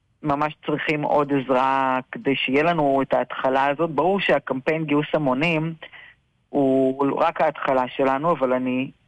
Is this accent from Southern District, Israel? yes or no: yes; Southern District, Israel; אנחנו תושבי עוטף עזה, כן.